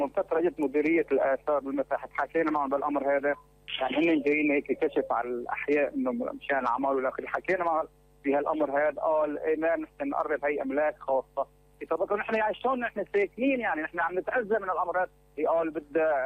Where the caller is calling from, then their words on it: Aleppo, Aleppo Governorate, Syria; من حلب القديمه، حي الاصيل